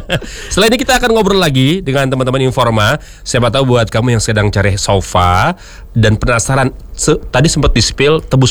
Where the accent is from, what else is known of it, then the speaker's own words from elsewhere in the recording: Jakarta, Indonesia; Orang Jakarta. Orang Jakarta.